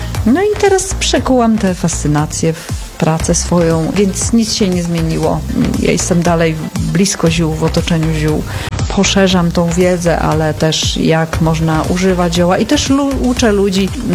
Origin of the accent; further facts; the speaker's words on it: Warmian-Masurian Voivodeship, Poland; Tak, Warmia Mazury, bo ja jestem stąd, a zawsze najlepiej pisać o rzeczach, na których się człowiek zna, które są bliskie sercu, a że Warmia i Mazury są mi bardzo bliskie